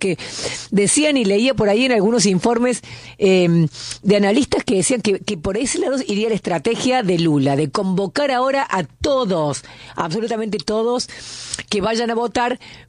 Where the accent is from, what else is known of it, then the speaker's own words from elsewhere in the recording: Argentina; Vos sabés, Helio, como argentina, que nosotros acá siempre decimos que votamos con el bolsillo.